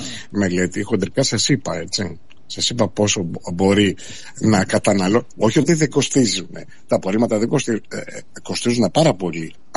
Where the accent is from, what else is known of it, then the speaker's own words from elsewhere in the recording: Chalcis, Central Greece, Greece; Στην πατρίδα μου.